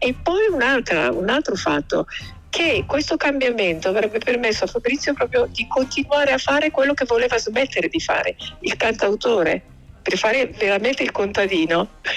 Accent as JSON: {"language": "Italian", "region": "Lombardy", "country": "Italy", "tie": "born there", "also_born_or_lived": "Milan / Sardinia", "moved": "as an adult", "said": "sono nata fuori Milano e anch'io ho avuto quella libertà da bambina che non avrei avuto a Milano, poi i miei si sono ritrasferiti"}